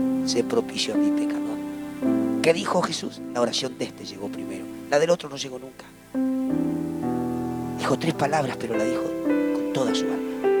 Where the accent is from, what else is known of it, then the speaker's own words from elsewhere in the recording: Argentina; born there; Y nací yo. Podía haber nacido en Europa, pero Dios permitió que nazca en esta tierra. Y yo le dije, Señor, esta es mi tierra. Salva Argentina